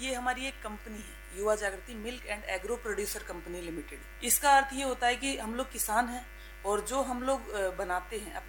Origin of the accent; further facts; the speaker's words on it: Bansur, Rajasthan, India; मैं ग्राम आलमपुर बांसुर अलवर की निवासी हूँ।